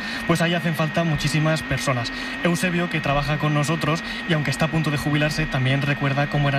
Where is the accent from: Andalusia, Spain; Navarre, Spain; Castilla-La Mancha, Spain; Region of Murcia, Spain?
Castilla-La Mancha, Spain; Villanueva de la Jara; Yo soy de Villanueva de la Jara